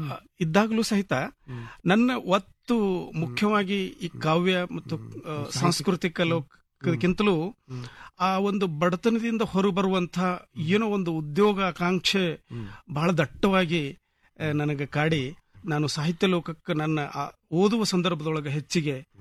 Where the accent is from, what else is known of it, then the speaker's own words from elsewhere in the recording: Karnataka, India; moved away as an adult; also born or lived in Kalaburagi; now in Hubballi, India; ಪಟ್ಟಣ, ಕಲಬುರಗಿ ತಾಲೂಕ ಪಟ್ಟಣ ಊರು.